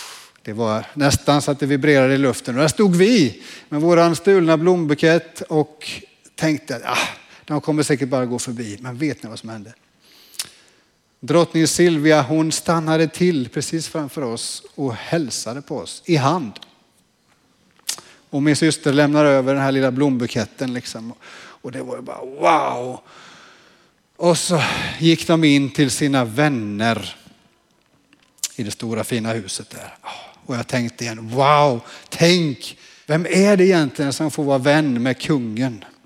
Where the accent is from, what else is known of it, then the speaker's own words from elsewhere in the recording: Jönköping, Jönköping County, Sweden; jag växte upp i Jönköping, är det som då hette Missionskyrkan, det som nu heter Ekumeniakyrkan.